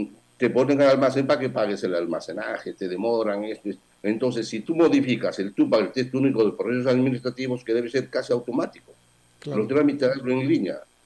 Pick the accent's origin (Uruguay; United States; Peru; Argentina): Peru; now in Spain; los peruanos en el exterior